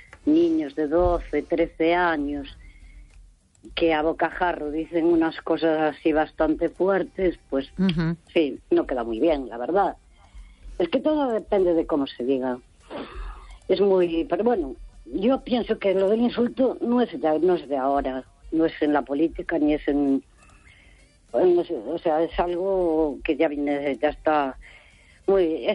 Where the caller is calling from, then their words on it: Santiago de Compostela, Galicia, Spain; de Santiago.